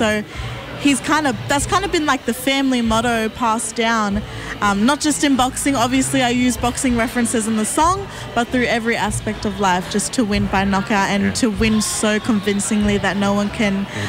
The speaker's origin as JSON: {"language": "English", "town": "Campbelltown", "region": "New South Wales", "country": "Australia", "tie": "born or raised there", "said": "I was born and raised on Darul Land out Campbelltown, Sydney, Australia. And I'm a proud Gamilaroi woman."}